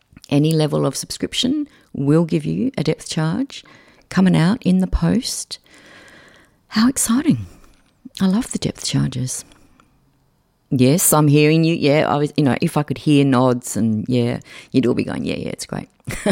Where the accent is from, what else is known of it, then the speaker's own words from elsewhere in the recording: Australia; but I'm saying Mums because I am Australian.